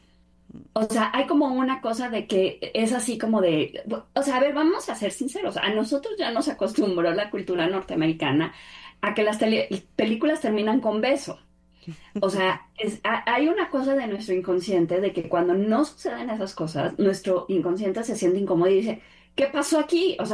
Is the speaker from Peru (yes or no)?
no; Mexico; a mí, como mexicana, me pareció un cierre muy coherente.